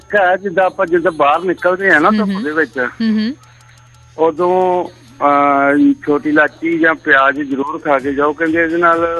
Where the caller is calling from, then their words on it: Punjab, India; ਪਿੰਡ ਜਗਤਪੁਰ ਜੱਟਾ ਸਰਾਂ ਤੋਂ ਬੋਲ ਰਿਹਾ ਮੈਂ